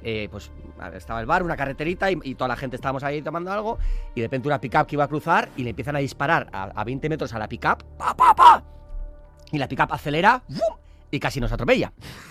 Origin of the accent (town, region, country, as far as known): San Sebastián, Basque Country, Spain